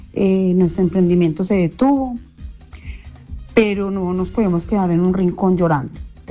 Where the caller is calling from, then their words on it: Pereira, Risaralda, Colombia; amando mi tierra, porque yo a Pereira la amo